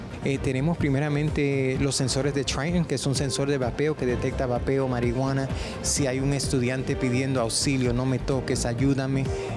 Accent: Puerto Rico; Yo como puertorriqueño y como una persona militar del ejército militar de Estados Unidos

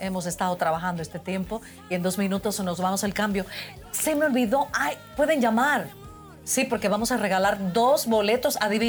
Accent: Panama

